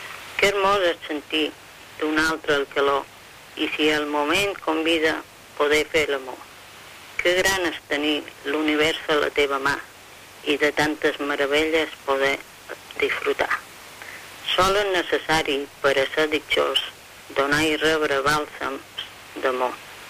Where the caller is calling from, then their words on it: Palma, Balearic Islands, Spain; Hola, bona nit. Som … de Palma.